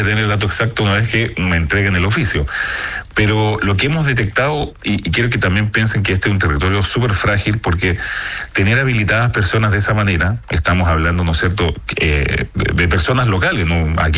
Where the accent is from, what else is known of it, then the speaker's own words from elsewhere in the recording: Rapa Nui, Valparaíso, Chile; era netamente para conseguir un cupo para habilitarse y poder residir en este territorio que es mi tierra de Rapa Nui.